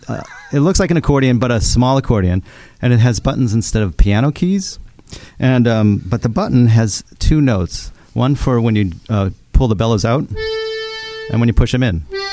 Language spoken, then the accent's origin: English; Boston, Massachusetts, United States; I'm originally from Boston